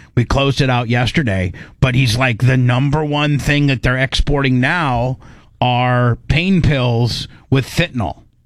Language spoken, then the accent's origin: English; Indiana, United States; I was raised in Indiana with a Florida kicker.